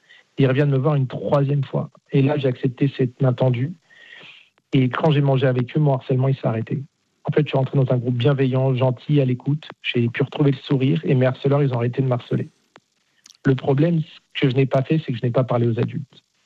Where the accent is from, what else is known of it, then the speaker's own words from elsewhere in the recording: Nanterre, Île-de-France, France; also born or lived in Rueil-Malmaison; Donc, de base, moi, j'étais de Nanterre, j'étais dans une cité. Donc, je suis arrivé à Rueil-Malmaison. C'est pas du tout le même milieu et le même contexte.